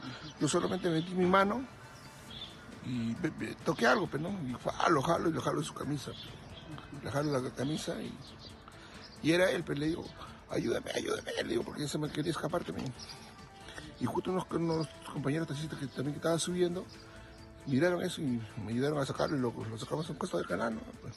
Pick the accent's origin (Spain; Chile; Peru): Peru; Sama, Tacna; Soy de Sama